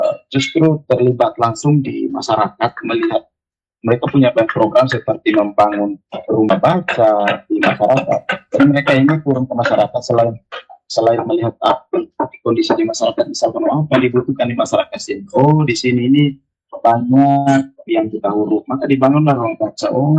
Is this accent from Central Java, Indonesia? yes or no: no; East Nusa Tenggara, Indonesia; moved away as an adult; now in Makassar, Indonesia; Apalagi saya ini asli orang NTT, hanya kuliah aja di Makassar.